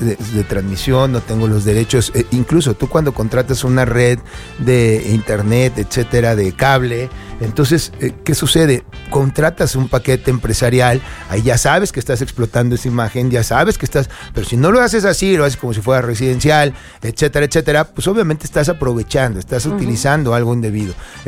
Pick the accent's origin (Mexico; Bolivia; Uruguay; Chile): Mexico